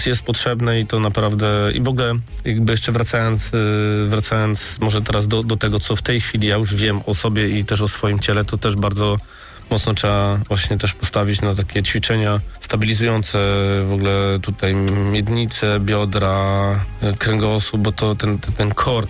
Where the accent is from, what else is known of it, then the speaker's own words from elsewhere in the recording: Gdańsk, Pomeranian Voivodeship, Poland; Jestem z 1980 roku, wychowałem się na osiedlu Chełm tutaj w Gdańsku